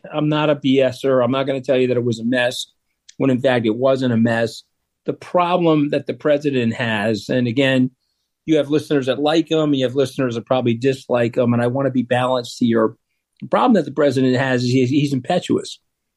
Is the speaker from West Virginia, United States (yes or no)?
no; Long Island, New York, United States; I'm not a deep stater. I grew up on Long Island. I think I've been to Washington one time on a school field trip.